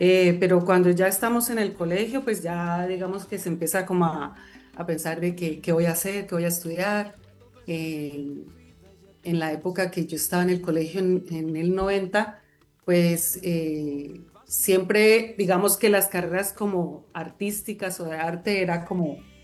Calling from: Popayán, Cauca, Colombia; accent: southern; Sí, yo soy de aquí, de Popayán.

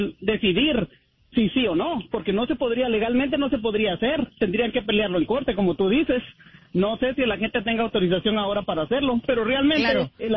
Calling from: California, United States

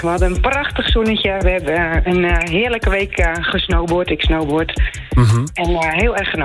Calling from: Schagerbrug, North Holland, Netherlands; Ik kom uit Schagenbrug.

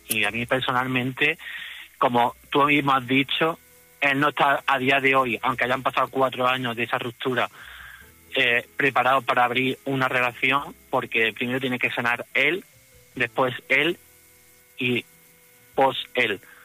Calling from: Cabra, Andalusia, Spain; Desde Cabra, Córdoba.

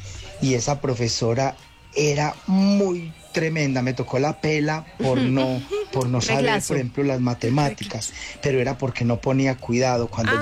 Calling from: Bello, Antioquia, Colombia; en el municipio de Bello

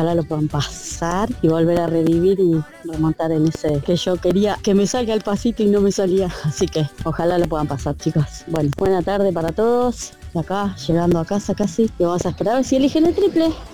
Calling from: Parma, Emilia-Romagna, Italy; de Parma, acá volviendo a casa.

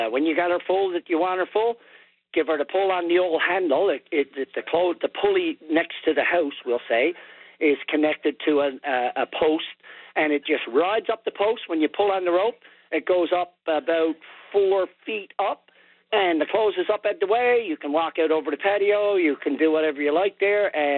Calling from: Heart's Delight-Islington, Newfoundland and Labrador, Canada; I'm calling from out in Heart's Delight, Islington, in Trinity Bay.

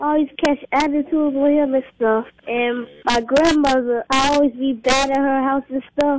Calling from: Miami, Florida, United States; I'm calling from Miami.

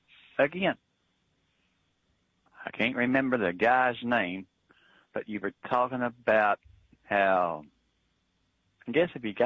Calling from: Kansas City, Missouri, United States; Kansas City, Missouri, we're still at 89 and feel like 92.

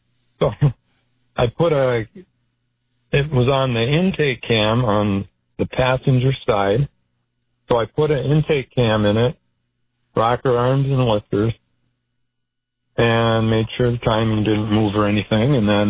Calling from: Minnesota, United States; I listen from Minnesota.

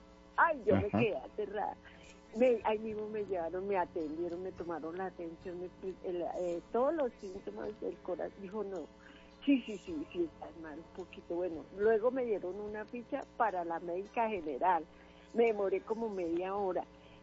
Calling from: Bogotá Capital District, Colombia; Aquí en mi casa, yo vivo cerca del hospital de Kennedy.

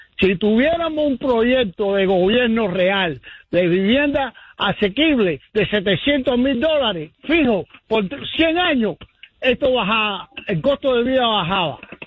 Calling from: New Jersey, United States; Sí, de New Jersey.

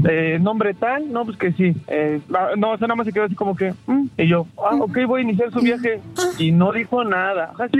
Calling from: Iztapalapa, Mexico City, Mexico; Aquí andamos de Iztapalapa.

